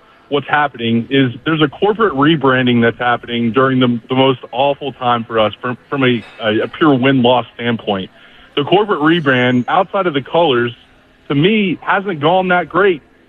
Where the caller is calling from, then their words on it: Nashville, Tennessee, United States; I've been a season ticket holder since my family's been in Nashville. I've been going to games since I was 6 years old. I'm 34, so been going to games for about 28 years.